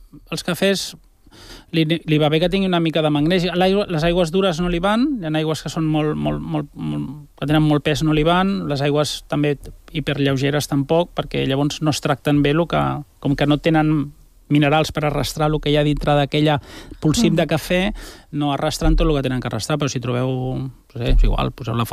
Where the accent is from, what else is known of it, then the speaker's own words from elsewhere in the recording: Barcelona, Catalonia, Spain; al meu barri, jo treballo de tota la vida al Born, els meus avis ja hi vivien i treballaven, els meus pares també, nosaltres també